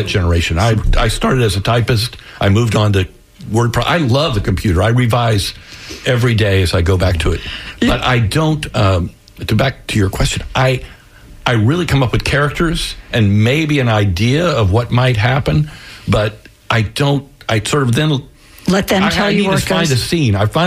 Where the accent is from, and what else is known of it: Tampa, Florida, United States; born or raised there